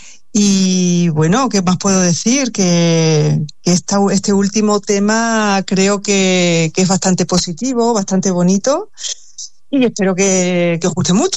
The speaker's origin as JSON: {"language": "Spanish", "country": "Spain", "moved": "as an adult", "lives_now": "Switzerland", "said": "estoy contenta aquí en Suiza, pero como tú bien dices, añorando y echando mucho de menos mi país, mi tierra."}